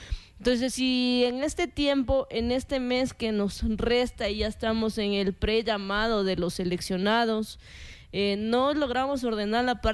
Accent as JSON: {"language": "Spanish", "country": "Ecuador", "said": "Claro, nosotros como ecuatorianos"}